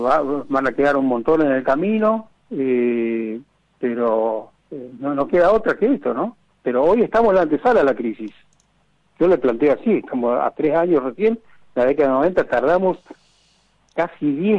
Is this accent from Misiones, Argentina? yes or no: yes; Montecarlo, Misiones, Argentina; Yo soy de Monte Carlo. Está más o menos a 100 kilómetros de las Cataratas de Iguazú